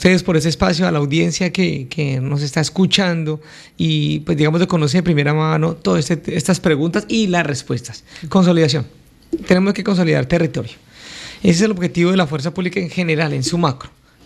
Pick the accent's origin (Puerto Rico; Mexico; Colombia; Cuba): Colombia; Bogotá; accent: rolo; soy de Bogotá y a veces se me sale el dialecto rolo